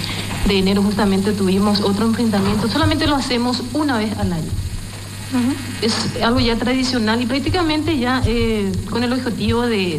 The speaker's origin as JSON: {"language": "Spanish", "region": "Chaco", "country": "Paraguay", "said": "porque somos chaqueños"}